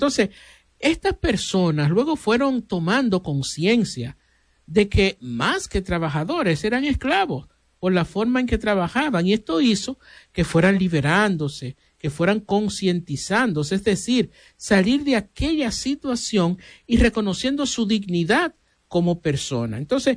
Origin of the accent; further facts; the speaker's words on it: Dominican Republic; No podemos hablar de nosotros, por ejemplo, como los dominicanos nada más.